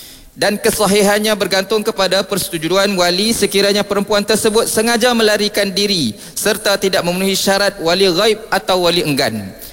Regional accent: Penang, Malaysia; اللهم اجعل بلدنا ماليزيا خصوصا ولاية بولو بينانغ آمنا مطمئنا

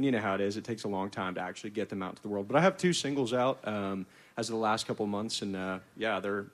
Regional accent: Hendersonville, Tennessee, United States; now in Nashville, United States; born and raised in Hendersonville, just like me.

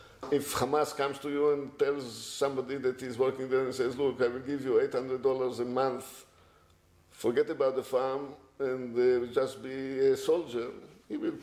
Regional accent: Israel; moved away as an adult; also born or lived in South Africa; now in Australia; I was born in Israel to Holocaust survivors. I grew up in Israel. I served in the army in Israel as an officer.

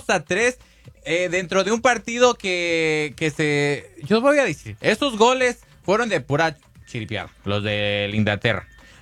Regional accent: Mexico; sigamos siendo orgullosamente mexicanos

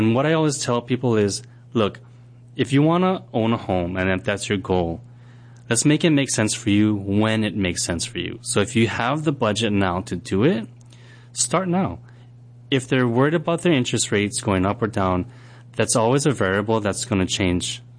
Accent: Kaneohe, Hawaii, United States; born or raised there

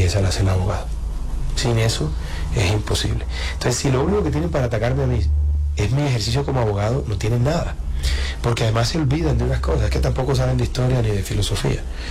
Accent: Montería, Córdoba, Colombia; also born or lived in Bogotá / Barranquilla; Yo también soy monteriana.

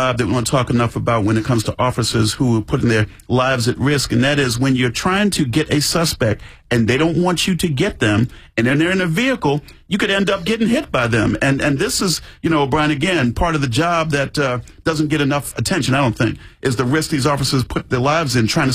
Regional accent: United States; We're not Americans. We're American.

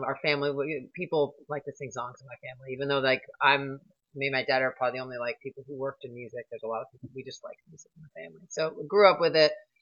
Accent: New York City, New York, United States; also born or lived in New Jersey; So I was born in the city. I kind of grew up, you know, I say Jersey, and I wouldn't say I'm only from Jersey. So I kind of grew up in the New York theater world

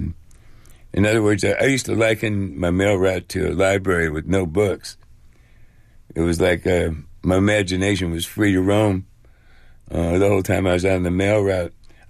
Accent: Maywood, Illinois, United States; That's how close Maywood was to the edge of Chicago, where we grew up on Madison Avenue, which is the dividing line between North Chicago and North Side and the South Side.

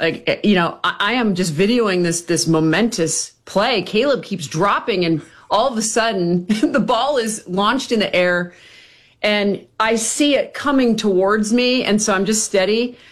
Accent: Canada; born there; Well, you know, I was born in Canada. I've got the sweaters behind me.

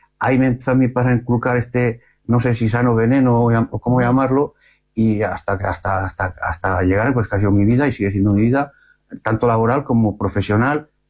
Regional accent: Alsasua, Navarre, Spain; born there; yo me centraría más de mi niñez en Alsasua

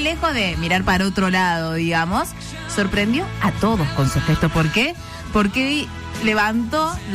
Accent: Argentina; Obviamente el público estalló, porque así somos los argentinos, ¿viste?

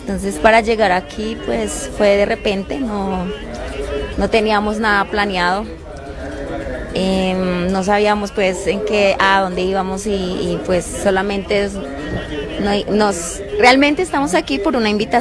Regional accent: Nazareth, Amazonas, Colombia; Bien, entonces vengo del Amazonas, específicamente del resguardo indígena en Nazaret.

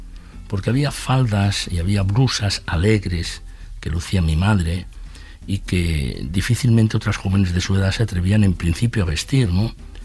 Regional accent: Camporrells, Aragon, Spain; era como una actriz real en color en aquella película en blanco y negro que se rodaba cada día en mi pueblo, en Camporrel.

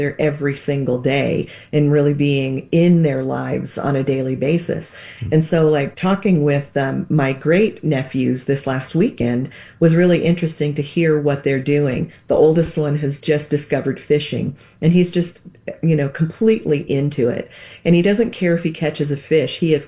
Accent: Nebraska, United States; I grew up in Nebraska in a small town around all of my cousins and aunts and uncles.

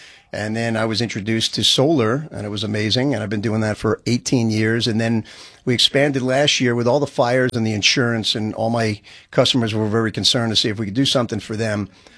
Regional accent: New Jersey, United States; also born or lived in Brooklyn; If you can't tell, I'm from Jersey. I was born in Brooklyn. I went to school out in Michigan, University of Michigan.

